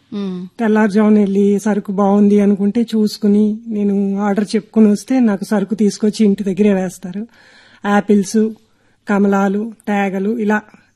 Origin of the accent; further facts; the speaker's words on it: Vijayawada, Andhra Pradesh, India; నేను డిగ్రీ వరకు చదువుకున్నానండి, మాది విజయవాడే.